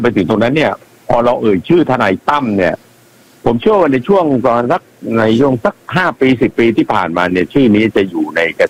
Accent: Samut Sakhon, Thailand; ผมก็เป็นคนสมุทรสาคร

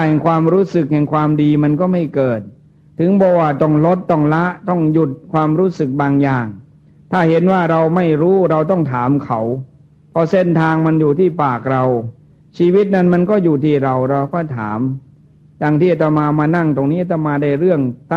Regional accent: Isan, Thailand; ยังเป็นเอกลักษณ์ลูกอีสานอยู่ลูกชาวนาชาวไร่

